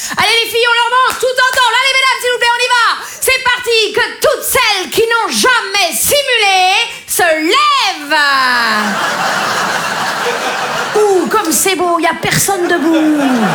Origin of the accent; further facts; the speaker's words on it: Grand Est, France; Je viens des Vosges. Les Vosges, vous voyez? Les Vosges, vous voyez? C'est en France, hein, vous voyez? C'est juste avant l'Ukraine, vous voyez? C'est dans l'Est